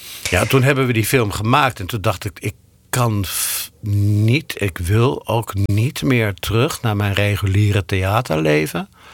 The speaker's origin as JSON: {"language": "Dutch", "region": "North Holland", "country": "Netherlands", "tie": "born there", "said": "Ik ben geboren in het Gooi."}